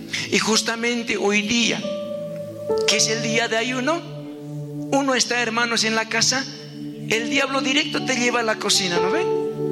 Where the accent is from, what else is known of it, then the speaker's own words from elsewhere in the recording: Bolivia; gracias a Dios en Bolivia no conocimos alarma